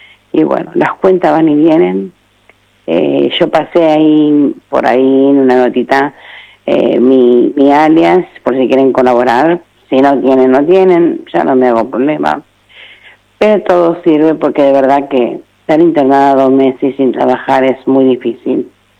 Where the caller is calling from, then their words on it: Buenos Aires, Argentina; Yo vivo en Caballito.